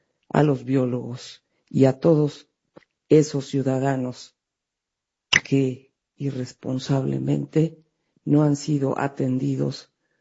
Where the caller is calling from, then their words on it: Cuernavaca, Morelos, Mexico; Hablo desde Cuernavaca, Morelos.